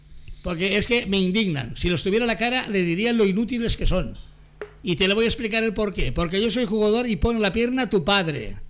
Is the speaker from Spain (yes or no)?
yes; Valencia, Valencian Community, Spain; porque los que somos de Valencia queremos que Valencia juegue bien